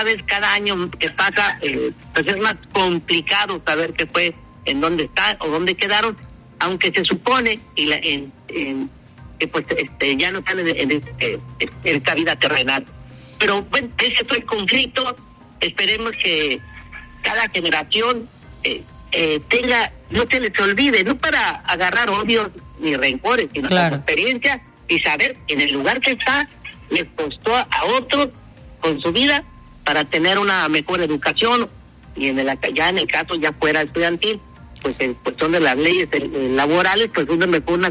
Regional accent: Mexico; como a mí como mexicano

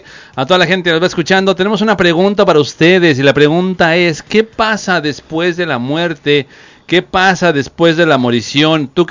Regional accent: Mexico City, Mexico; Soy chilango

